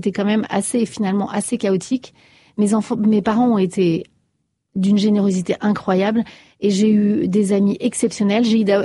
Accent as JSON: {"language": "French", "town": "Paris", "region": "Île-de-France", "country": "France", "said": "moi je suis parisienne, on râle beaucoup, les gens sont pas sympas parfois dans le métro, parfois."}